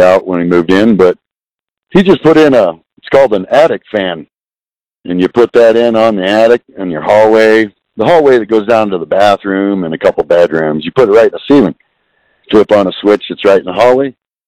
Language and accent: English; Illinois, United States; now in Lakewood, United States; And now I grew up in Illinois